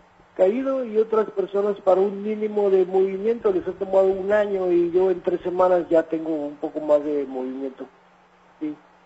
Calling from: Mexico; Del mero, mero Ejido Colima.

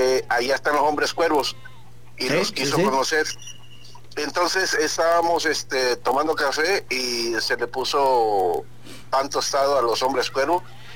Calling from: Chiapas, Mexico; Yo soy de allá de Punta Arenas, Chiapas.

